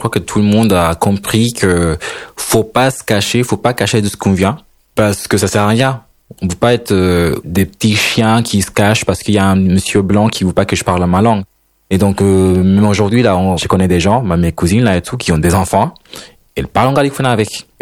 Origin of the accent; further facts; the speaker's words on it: Honduras; moved away; moi, je viens d'Honduras.